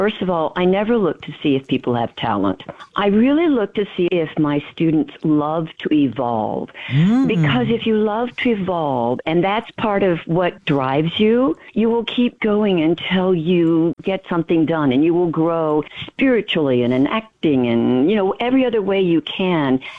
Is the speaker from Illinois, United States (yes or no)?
no; Texas, United States; we're actually from Texas. I still live in Texas, and I coach acting here